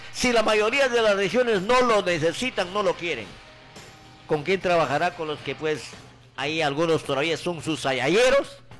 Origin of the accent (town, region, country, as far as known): Peru